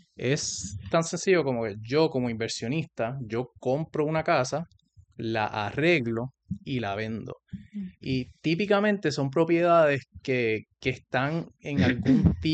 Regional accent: Puerto Rico; moved away as an adult; now in United States; soy de Calle, Puerto Rico, nacido y criado. Estudié ahí hasta high school, después me fui al colegio de Mayagüez

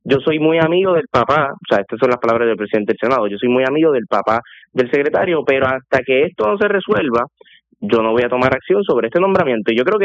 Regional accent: Puerto Rico; yo como joven puertorriqueño, estadista

